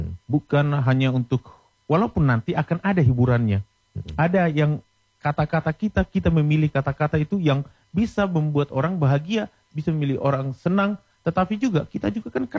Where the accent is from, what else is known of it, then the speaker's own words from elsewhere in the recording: North Sumatra, Indonesia; Itu kan legenda dari kita Batak Toba itu.